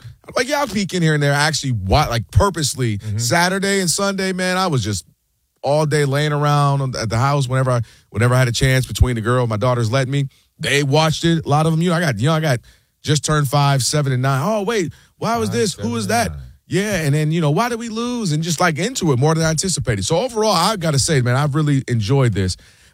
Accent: Ann Arbor, Michigan, United States; I'm from Ann Arbor. I watched every snap.

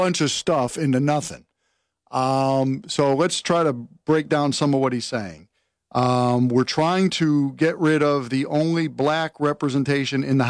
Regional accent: Connecticut, United States; I'm from Connecticut

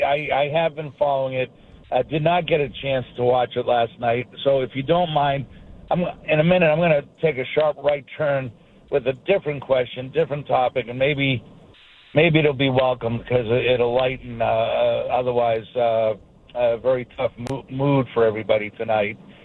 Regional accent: Malden, Massachusetts, United States; I grew up in Malden

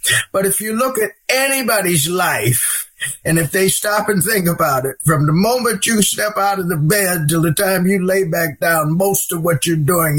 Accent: Olean, New York, United States; my hometown, Olean, New York

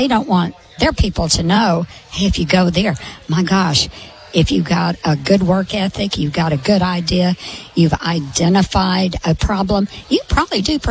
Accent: Arkansas, United States; I'm from Arkansas.

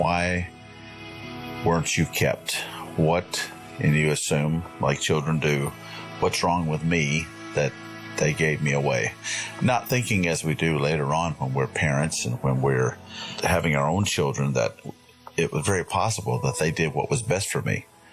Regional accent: Concord, North Carolina, United States; And I was raised in Concord, North Carolina, which is in Cabarrus County in the beautiful heart of North Carolina in the Piedmont region.

